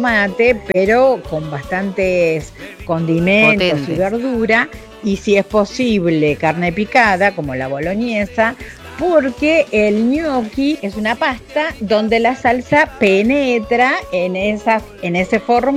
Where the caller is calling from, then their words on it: Fátima, Buenos Aires Province, Argentina; Soy de Fátima Pilar.